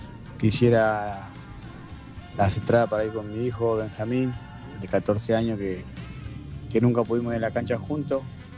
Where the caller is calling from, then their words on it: González Catán, Buenos Aires Province, Argentina; de González Catán.